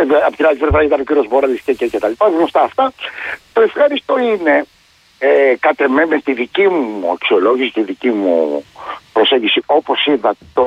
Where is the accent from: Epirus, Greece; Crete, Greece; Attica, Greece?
Attica, Greece; Athens; από την Αθήνα.